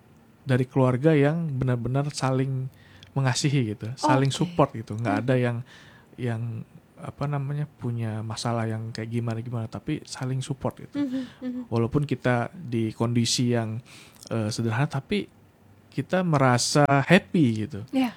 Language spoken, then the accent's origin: Indonesian; West Sumatra, Indonesia; kita sebagai anak Minang, ya kita harus punya sikap, punya karakter, dan kita bisa membaur, beradaptasi.